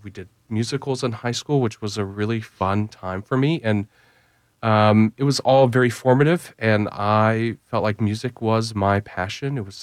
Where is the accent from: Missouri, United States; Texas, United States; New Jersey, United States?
Texas, United States; Katy; I grew up in Katy. We were not a musical household, but I really wanted to learn how to play piano.